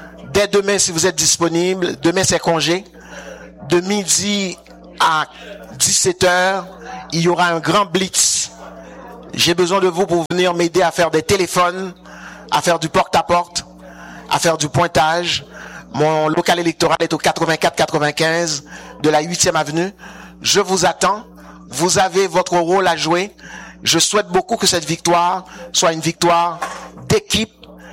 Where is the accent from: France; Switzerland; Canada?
Canada; Quebec; Nous sommes des Québécoises et des Québécois, mais nous sommes aussi tout aussi fiers de notre appartenance canadienne aussi.